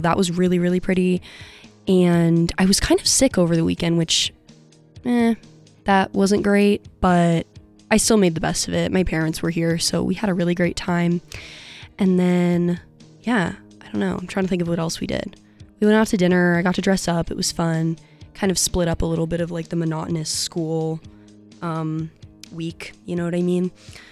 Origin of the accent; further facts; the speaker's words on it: Alaska, United States; moved away as an adult; now in Fort Collins, United States; I'm not from Colorado, I'm from Alaska, and I had never been, I've lived here for like a year and a half, almost 2 years, and I had never been south of Denver, like at all.